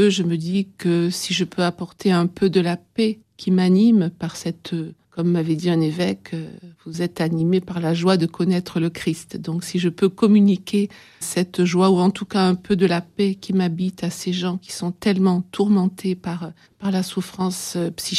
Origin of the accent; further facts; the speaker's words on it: Provence-Alpes-Côte d'Azur, France; also born or lived in Oise; de retour sur mes terres provençales, hein, je suis originaire de la région d'Aix-en-Provence.